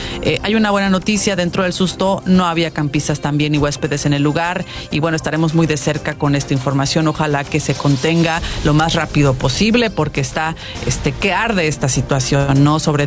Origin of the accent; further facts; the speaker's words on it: Sinaloa, Mexico; en mi tierra decía, le prendió al chamaco la vacuna